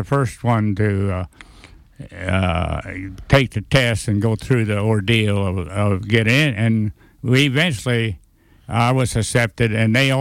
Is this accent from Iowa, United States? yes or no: no; Dalhart, Texas, United States